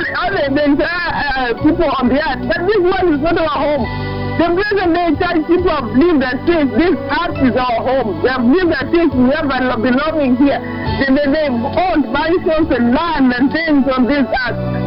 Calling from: Juja, Kiambu County, Kenya; We are calling from Juja here.

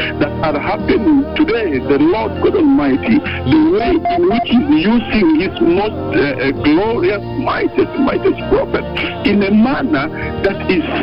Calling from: Nairobi, Kenya; and I'm calling you from Lainesaba Altar over here in Nairobi.

